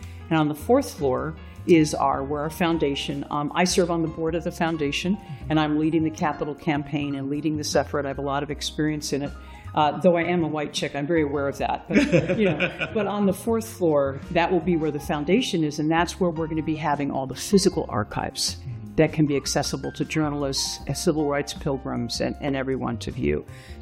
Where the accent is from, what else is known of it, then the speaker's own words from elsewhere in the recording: the South, United States; When I was growing up in the South